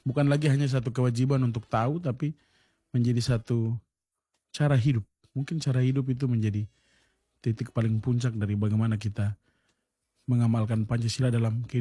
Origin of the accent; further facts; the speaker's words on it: South Papua, Indonesia; semenjak kita lahir dan besar di Papua Selatan ini